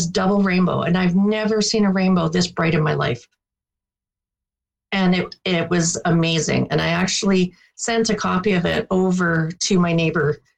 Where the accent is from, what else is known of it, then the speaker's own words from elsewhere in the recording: Saskatchewan, Canada; But for me, I didn't. I come from Saskatchewan.